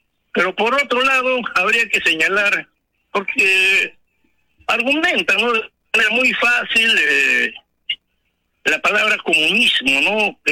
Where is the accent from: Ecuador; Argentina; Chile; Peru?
Peru; Coracora, Ayacucho; now in Lima, Peru; añoro a mi tierra Coracora, pero imaginariamente me transporto y a veces de gusto en Lima.